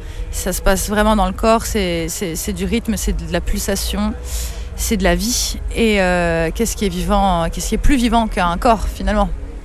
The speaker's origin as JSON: {"language": "French", "town": "Grasse", "region": "Provence-Alpes-Côte d'Azur", "country": "France", "tie": "born or raised there", "moved": "as an adult", "lives_now": "Paris, France", "said": "J'ai grandi là-bas. Maintenant, je suis à Paris. Parce qu'on n'a rien sans rien. Mais ouais, j'ai grandi dans le sud."}